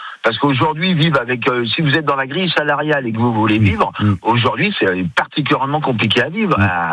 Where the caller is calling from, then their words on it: Caluire-et-Cuire, Auvergne-Rhône-Alpes, France; Caluire, c'est à côté de Lyon.